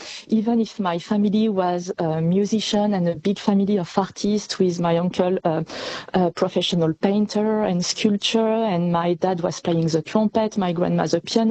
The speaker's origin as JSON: {"language": "English", "town": "Charolles", "region": "Bourgogne-Franche-Comté", "country": "France", "tie": "born or raised there", "second_language": "English", "said": "I was born in France, and I grew up in France in a beautiful green countryside in Burgundy, in a little village called Charolles, where we have very white cows, white Charolaise. And I was raised there."}